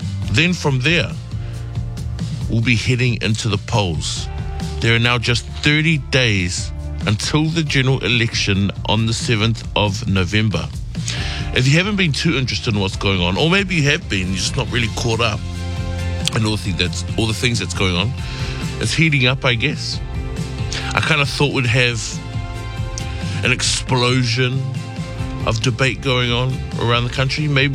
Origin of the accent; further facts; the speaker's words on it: Auckland, New Zealand; so I'm from Auckland